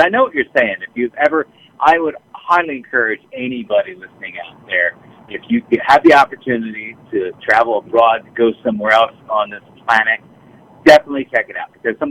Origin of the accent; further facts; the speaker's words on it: New Jersey, United States; I mentioned that I'm from New Jersey